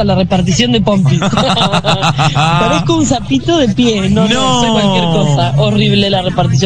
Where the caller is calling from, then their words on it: Bolívar, Buenos Aires Province, Argentina; de Bolívar.